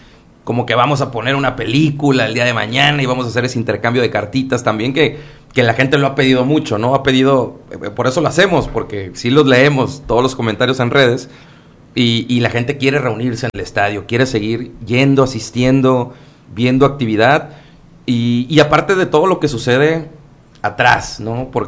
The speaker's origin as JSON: {"language": "Spanish", "town": "Mazatlán", "region": "Sinaloa", "country": "Mexico", "said": "Si bien no soy de aquí, soy de Mazatlán, pero pues a través de la familia, a través de todos los viajes que he hecho acá, conozco el estado"}